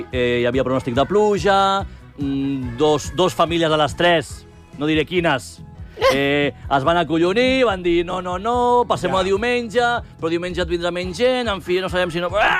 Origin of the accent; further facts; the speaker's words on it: Galicia, Spain; born there; moved away; Jo és que soc gallec